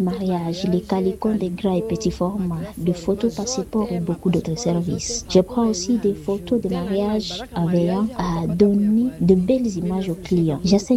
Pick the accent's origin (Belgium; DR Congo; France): DR Congo; Mutwanga, North Kivu; Je suis un déplacé venu de Mutuanga. Lorsque j'ai quitté Mutuanga, j'ai pensé que je n'allais pas trouver des clients ici.